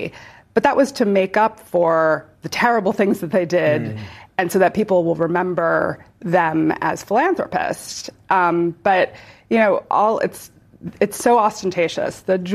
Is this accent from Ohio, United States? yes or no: yes; Ohio, United States; I'm from Ohio.